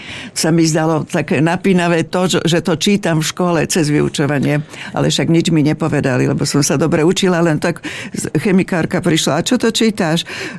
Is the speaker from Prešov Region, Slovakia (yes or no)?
no; Blatnica, Žilina Region, Slovakia; Ja pochádzam z Blatnice, že neviem, či som to už spomenula.